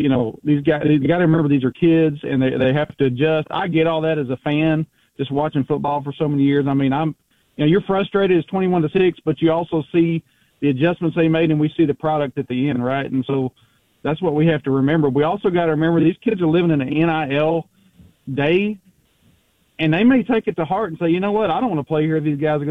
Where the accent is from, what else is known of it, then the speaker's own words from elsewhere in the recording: Texas, United States; I'm so glad for modern technology where I can listen to my home state over there.